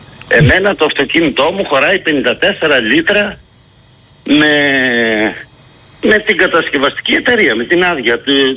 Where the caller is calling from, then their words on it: Greece; Καταρχήν ζούμε στην πιο διαφθαρμένη χώρα του κόσμου, πιστεύω.